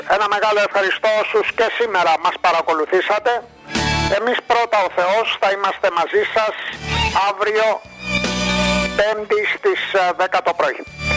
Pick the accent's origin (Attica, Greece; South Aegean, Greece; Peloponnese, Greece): South Aegean, Greece; Naxos; Ως νησιώτες είμαστε γεννημένοι μέσα στο νερό.